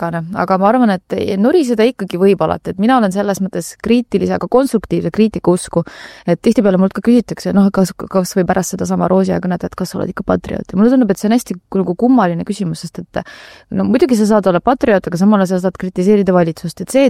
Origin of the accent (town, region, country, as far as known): Tallinn, Harju County, Estonia; born or raised there